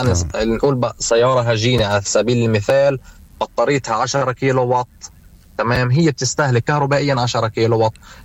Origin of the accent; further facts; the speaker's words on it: West Bank, Palestine; عندنا في الضفة